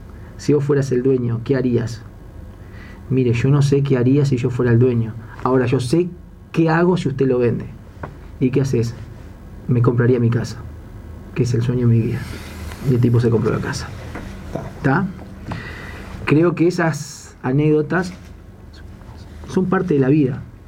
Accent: Canelones, Uruguay; now in Montevideo, Uruguay; Yo me considero un canario capitalino, porque hace tantos años vivo en Montevideo, pero yo sigo con mi esencia.

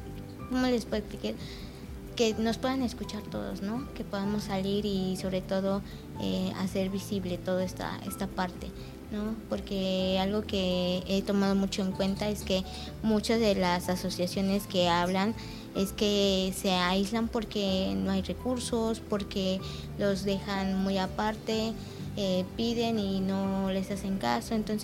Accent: Cancún, Quintana Roo, Mexico; Desde mi punto que yo vengo de Cancún, Cancún se ha transformado, ¿no?

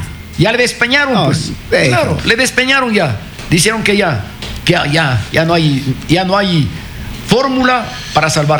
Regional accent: Ecuador; soy ecuatoriano.

